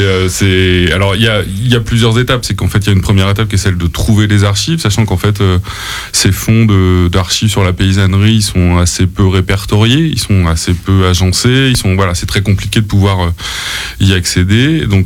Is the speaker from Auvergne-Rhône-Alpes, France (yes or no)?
no; Venansault, Pays de la Loire, France; now in Poitiers, France; Alors moi j'habite à Poitiers, mais en fait je suis originaire d'une commune à côté de La Roche-sur-Yon qui s'appelle Venanceau.